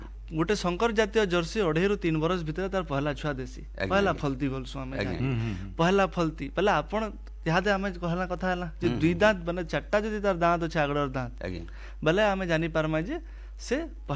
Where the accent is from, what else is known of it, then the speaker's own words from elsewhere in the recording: Balangir, Odisha, India; ଆମର ବଲାଙ୍ଗୀରରୁ ଆମେ ଯଦି କିଛି ଗୋଟେ ଗାଈ ଘିନି ଯାଉଛୁଁ